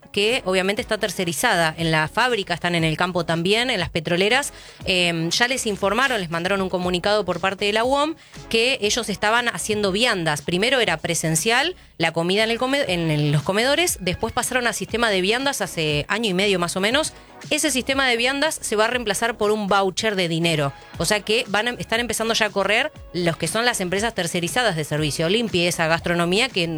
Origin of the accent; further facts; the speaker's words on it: Argentina; Está el rebusque porque somos los argentinos, somos buscas y vas haciendo changuitas y sumando